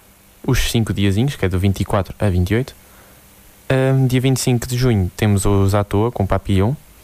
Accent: Tábua, Centro, Portugal; Tábua, de onde eu sou

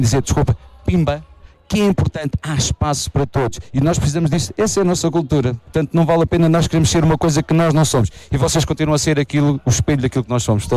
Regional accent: Vila Nova de Poiares, Centro, Portugal; sou de Poiares

